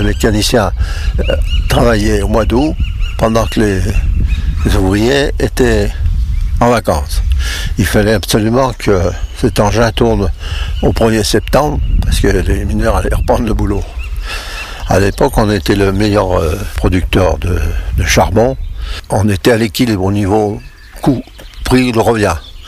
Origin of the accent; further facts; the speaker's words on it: Buxières-les-Mines, Auvergne-Rhône-Alpes, France; Chez nous, à Buxière, 300 mètres.